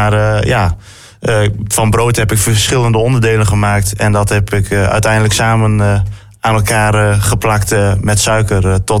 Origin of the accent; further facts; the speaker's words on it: Ameland, Friesland, Netherlands; Ik kom van Ameland. Ja.